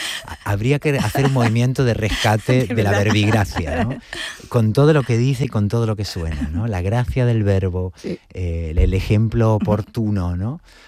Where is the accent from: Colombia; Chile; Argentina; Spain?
Argentina; Buenos Aires; born there; moved away; Buenos Aires, que casualmente es mi ciudad natal.